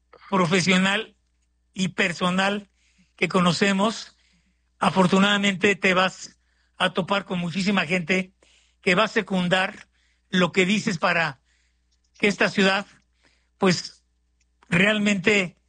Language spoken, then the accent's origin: Spanish; Mexico City, Mexico; yo me congratulo como chilango